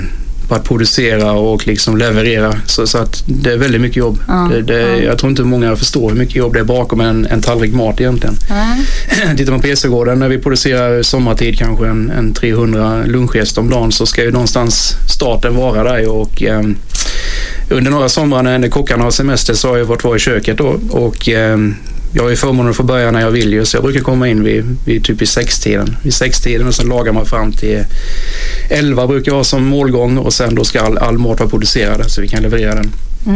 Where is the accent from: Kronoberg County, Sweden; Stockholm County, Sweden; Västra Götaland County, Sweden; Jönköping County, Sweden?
Kronoberg County, Sweden; Ljungby; när jag växte upp i Ljungby på Ågårdsvägen och gick på Jordsbruksskolan